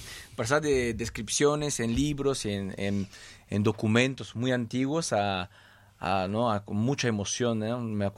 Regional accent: Marseille, Provence-Alpes-Côte d'Azur, France; Spanish is a second language; Nosotros venimos de Marsella, o sea, del sur de Francia. Y en Marsella también somos muy latinos.

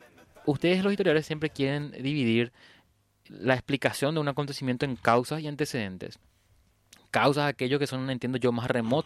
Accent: Paraguay

